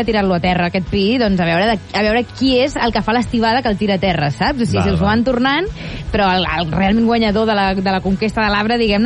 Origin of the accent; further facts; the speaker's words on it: Blanes, Catalonia, Spain; allà d'on soc jo, Blanes, no es fa res.